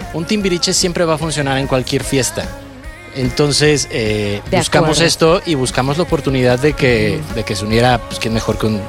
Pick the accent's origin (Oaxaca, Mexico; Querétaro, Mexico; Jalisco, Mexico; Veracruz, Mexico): Querétaro, Mexico; soy de Querétaro